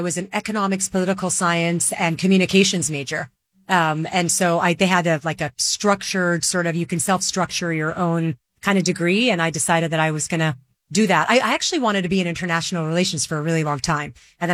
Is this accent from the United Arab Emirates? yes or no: yes; Dubai, United Arab Emirates; now in New York, United States; I'm originally Lebanese. I grew up in the Middle East in Dubai back when nobody really knew what the UAE was. And then my family immigrated to the U.S. And so now I live in New York with my husband and my daughter.